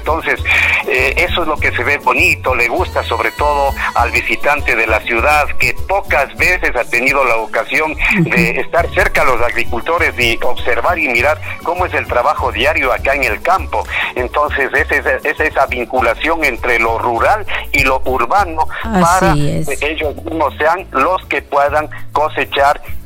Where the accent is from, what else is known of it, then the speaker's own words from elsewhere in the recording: Puéllaro, Pichincha, Ecuador; y yo soy de Puéllaro, del barrio El Chipichí, pero les garantizo que el huevo de nuestra tierra sí es el mejor del Ecuador.